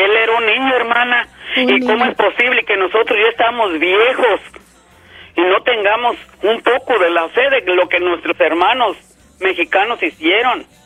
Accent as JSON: {"language": "Spanish", "region": "Michoacán", "country": "Mexico", "said": "También sé la historia de Joselito, también es allá de Michoacán, de donde soy yo."}